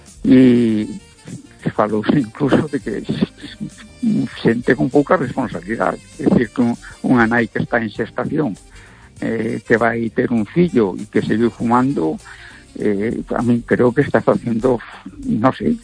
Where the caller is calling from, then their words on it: A Coruña, Galicia, Spain; Vamos a ver … de Coruña.